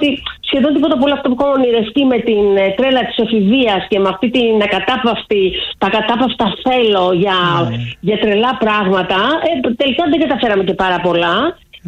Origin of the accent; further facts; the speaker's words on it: Ioannina, Epirus, Greece; Ήθελα να γράψω κάτι για τον τόπο μου, για τα Γιάννενα, για την Ήπειρο.